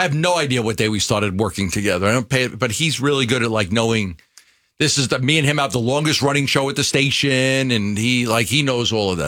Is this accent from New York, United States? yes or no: yes; New York, United States; accent: New York; moved away as an adult; now in Phoenix, United States; I was a New Yorker. I was coming here from. I was a kid from New York doing a show.